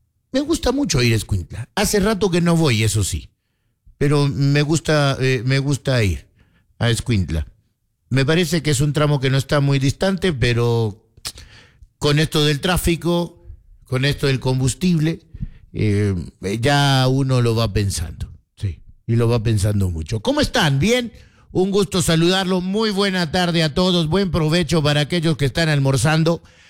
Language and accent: Spanish; Atlántico, Colombia; moved away; nosotros venimos de el Atlántico, de la costa atlántica, de allí venimos, entonces nos acostumbraron a plátano frito.